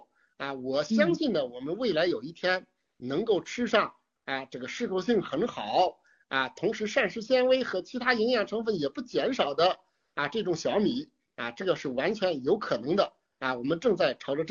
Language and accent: Chinese; China; 我们是中国人，人人要爱国